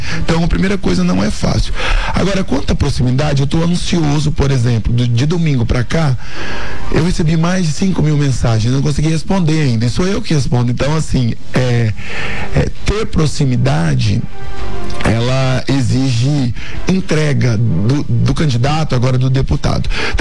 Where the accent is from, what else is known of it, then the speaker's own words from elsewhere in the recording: Naviraí, Mato Grosso do Sul, Brazil; moved away as an adult; also born or lived in Viema / Dourados; Nasci em Viema, cresci em Naviraí, fui para Dourados como um filho do interior para fazer faculdade